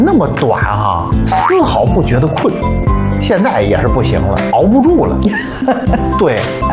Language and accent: Chinese; Xuzhou, Jiangsu, China; 大家好，我是来自徐州的